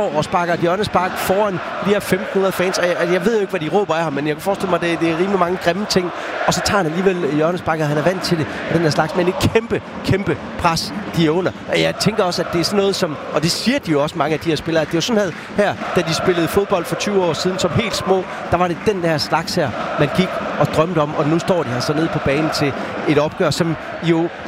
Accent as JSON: {"language": "Danish", "region": "Capital Region of Denmark", "country": "Denmark", "said": "der sang hele Vestegnen, alle vi er fra Vestegnen, ikke?"}